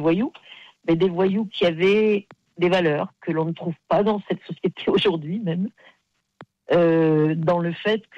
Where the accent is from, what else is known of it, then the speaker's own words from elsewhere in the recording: Aix-en-Provence, Provence-Alpes-Côte d'Azur, France; Bon, moi, je l'ai connu, hein, j'étais d'Aix-en-Provence